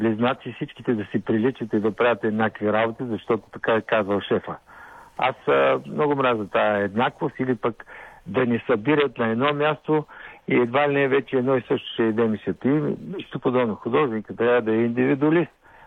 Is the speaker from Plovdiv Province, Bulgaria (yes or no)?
yes; Plovdiv, Plovdiv Province, Bulgaria; занесах в Пловдив, понеже съм пловдивчанин, да участвам в тамошната изложба на пловдивските художници